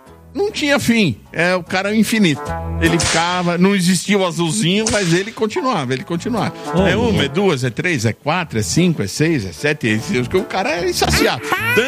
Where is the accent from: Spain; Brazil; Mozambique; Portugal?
Brazil; São Paulo; Eu também sou de São Paulo, capital. Maternidade São Paulo.